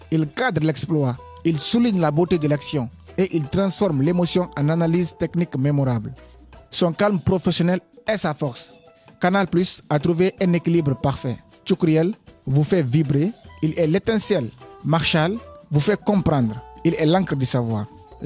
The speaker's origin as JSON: {"language": "French", "town": "Conakry", "country": "Guinea", "lives_now": "France", "said": "j'ai 16 ans, je viens de Guinée-Conakry."}